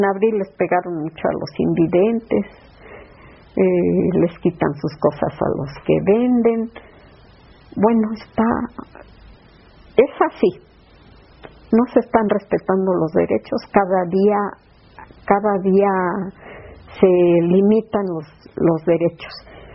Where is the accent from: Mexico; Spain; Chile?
Mexico; Porque amamos nuestro país. Porque somos mexicanos y pues debemos de recuperar nuestros derechos